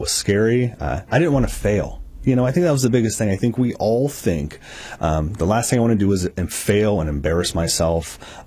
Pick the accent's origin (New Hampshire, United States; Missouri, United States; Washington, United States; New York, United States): Missouri, United States; Strasburg